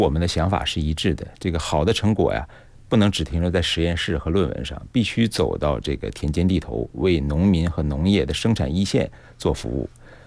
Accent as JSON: {"language": "Chinese", "region": "Guangdong", "country": "China", "said": "大家都知道我们广东人很爱吃的一种叫脆肉罗非鱼"}